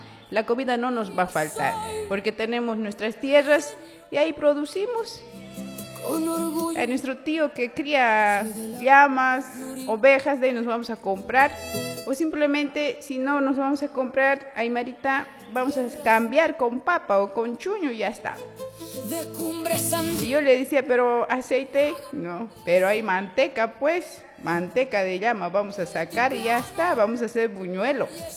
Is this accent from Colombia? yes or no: no; Bolivia; also born or lived in Oruro / Cochabamba; Luego nos fuimos para Cochabamba. Luego, por cosas de la vida, volví. Así que amo ser boliviana. Me encanta. Me siento orgullosa de haber nacido aquí, ¿no?